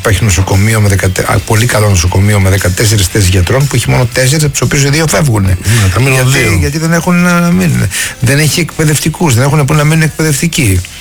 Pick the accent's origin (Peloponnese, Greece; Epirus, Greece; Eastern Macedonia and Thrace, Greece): Peloponnese, Greece; Kalamata; απαράδεκτα είναι τα 20 ευρώ διόδια πληρώνω για να πάω στο χωριό μου στην Καλαμάτα.